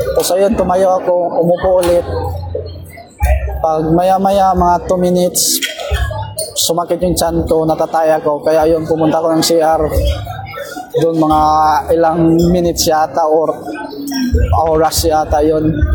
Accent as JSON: {"language": "Tagalog", "town": "Siargao", "region": "Surigao del Norte", "country": "Philippines", "said": "Ako sa Siargao Island."}